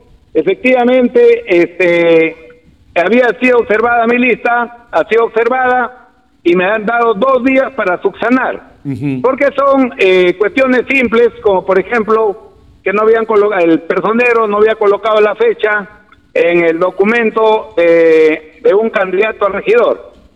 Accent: Olmos, Lambayeque, Peru; born there; moved away; yo desde que he venido a mi pueblo, me expongo a todo eso, ofrendo mi vida si es necesario. Yo no tengo temor a que me puedan hacer algo, porque los problemas en Olmos son muy difíciles.

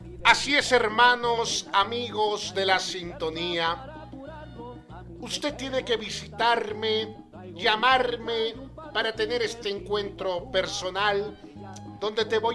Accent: Huancabamba, Piura, Peru; soy brujo Piurano, directamente de las 14 lagunas de Huancabamba, de las Guaringas, traigo mis secretos

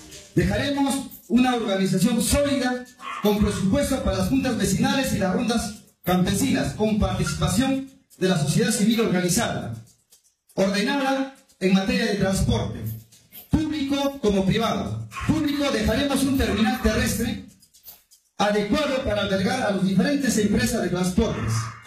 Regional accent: Pichanaki, Junín, Peru; Saludo a todo mi pueblo de Pichanaki.

